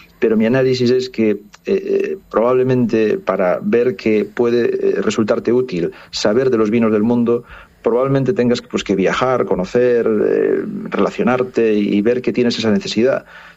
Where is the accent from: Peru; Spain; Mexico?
Spain; Galicia; como buen gallego, yo se lo digo a mis alumnos